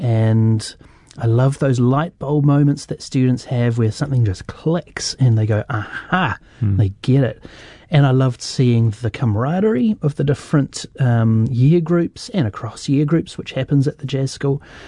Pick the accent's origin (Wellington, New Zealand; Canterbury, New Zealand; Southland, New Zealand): Wellington, New Zealand; I grew up in Kilburn and Karori, and until the year 2001, I'd never even been to America other than on holiday.